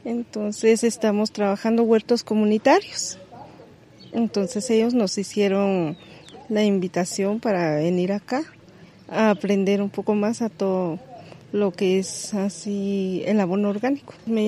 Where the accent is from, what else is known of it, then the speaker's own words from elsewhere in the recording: San Juan Sacatepéquez, Guatemala Department, Guatemala; vengo de San Juan, Zacatepeques.